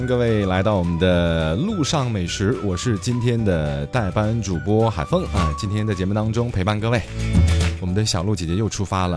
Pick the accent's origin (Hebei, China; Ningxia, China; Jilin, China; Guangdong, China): Hebei, China; 你比如说我作为北方人，我虽然是河北人，但是我最喜欢吃的呢是开封炒凉粉儿。